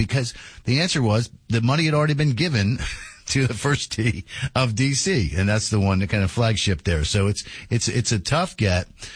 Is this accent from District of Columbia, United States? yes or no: yes; Washington, District of Columbia, United States; My hometown is Washington, D.C., which has, so it's the city of Washington, which is not a state